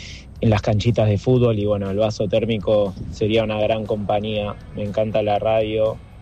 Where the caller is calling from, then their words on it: Buenos Aires, Argentina; soy del barrio de Caballito.